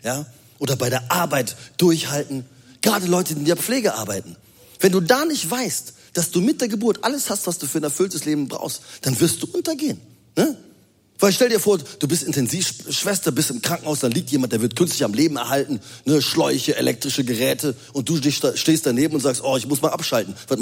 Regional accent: Rhineland, Germany; Als Rheinländer.

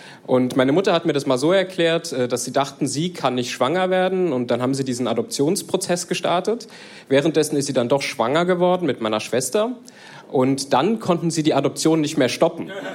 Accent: Germany; born there; also born or lived in Ethiopia; Ich wurde adoptiert, so schon vor längerem. Und ich komme eigentlich aus Äthiopien und bin ungefähr mit einem halben Jahr hier in Deutschland angekommen.

